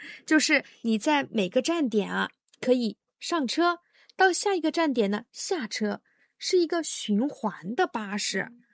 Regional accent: Sichuan, China; 而且我来自四川嘛，是不靠海的，所以我第一站就直接去了济州岛，我就想看看大海到底什么样。

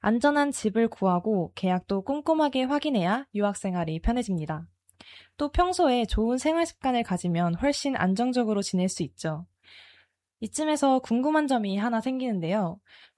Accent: South Korea; 한국인으로서

